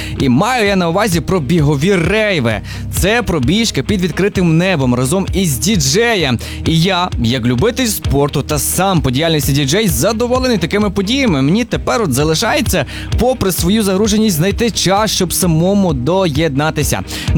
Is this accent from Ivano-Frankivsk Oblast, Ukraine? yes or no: yes; Ivano-Frankivsk, Ivano-Frankivsk Oblast, Ukraine; у нашому рідному містечку Івано-Франківськ